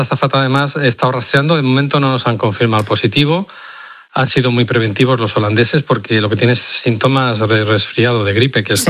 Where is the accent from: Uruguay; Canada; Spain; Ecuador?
Spain; Madrid, Community of Madrid; now in Seville, Spain; porque aunque estoy en Sevilla soy madrileño, y mis padres viven al lado